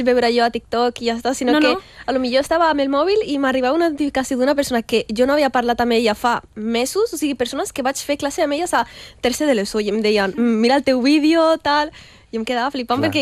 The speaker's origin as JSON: {"language": "Catalan", "region": "Catalonia", "country": "Spain", "said": "Si et pregunten i tu li dius soc catalana, et diuen ja, i què més?"}